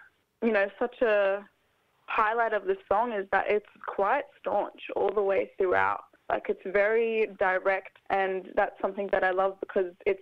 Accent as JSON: {"language": "English", "region": "New South Wales", "country": "Australia", "said": "I'm a proud Gamilaroi woman. … grew up in Gadooga, and then she left for the big smoke in the late 70s, met my pop, who is a Tongan man."}